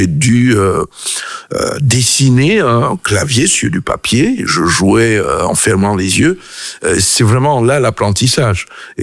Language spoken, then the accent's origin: French; Cameroon; moved away as an adult; also born or lived in Belgium; originaire du Cameroun. Donc, je viens du Cameroun après mon bac pour étudier en Belgique.